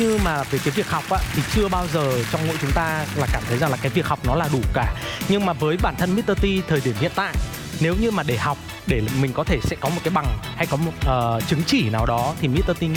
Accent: Northern Vietnam, Vietnam; born there; moved away as an adult; now in Ho Chi Minh City, Vietnam

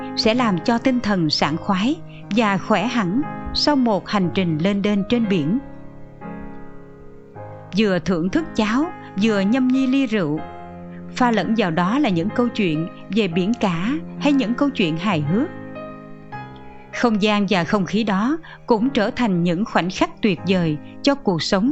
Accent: Hon Son island, Kien Giang, Vietnam; Du lịch Hòn Sơn phát triển nhanh chóng, lượt du khách đến hòn đảo quê tôi ngày càng tăng.

